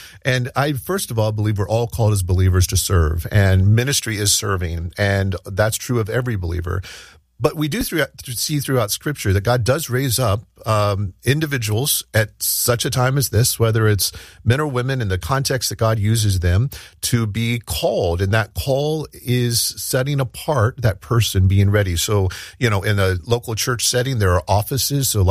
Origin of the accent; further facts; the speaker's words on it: Ohio, United States; I grew up in Southwest Ohio.